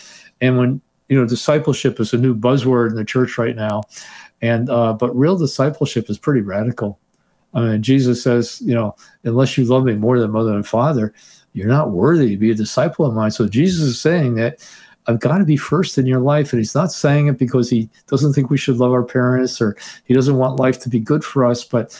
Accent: Teaneck, New Jersey, United States; I remember growing up in Teaneck, New Jersey, where it had a strong Jewish population, Protestant population, and Catholic population.

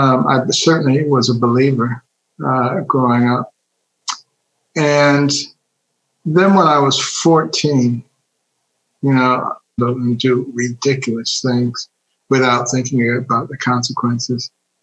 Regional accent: Detroit, Michigan, United States; also born or lived in Ann Arbor / Baltimore; Well, I grew up in Detroit, a very liberal city, medical school in Ann Arbor, a very liberal city, and then to internship residency in Baltimore, a very liberal city.

